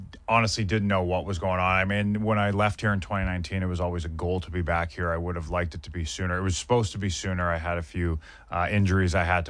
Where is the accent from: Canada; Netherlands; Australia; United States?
Canada; Vancouver, British Columbia; born or raised there